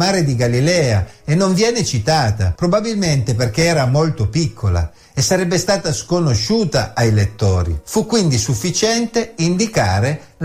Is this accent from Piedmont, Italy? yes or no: yes; Turin, Piedmont, Italy; se siete italiani io posso dirvi che sono torinese o piemontese e voi capirete a cosa mi riferisco, ma ad altri direi semplicemente che sono italiano